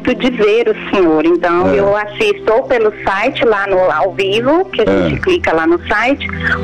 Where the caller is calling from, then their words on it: Goiânia, Goiás, Brazil; Eu falo de Goiânia, Goiás.